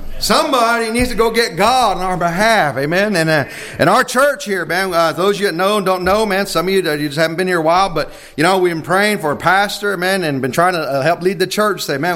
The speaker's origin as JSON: {"language": "English", "country": "United States", "tie": "born there", "said": "I'm American, top of my head, bottom of my foot, amen. I'm not saying that I'm Indian first. No, I say I'm an American, amen. Born in this country"}